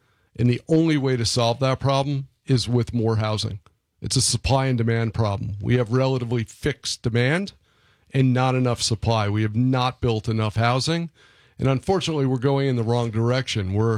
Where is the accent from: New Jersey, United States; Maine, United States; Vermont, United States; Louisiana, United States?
New Jersey, United States; Flanders; moved away as an adult; now in Los Angeles, United States; Flanders, New Jersey. Small town, straight west of New York City.